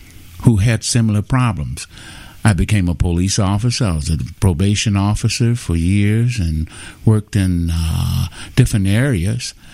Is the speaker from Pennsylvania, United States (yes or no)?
no; Chicago, Illinois, United States; I grew up in Chicago in the projects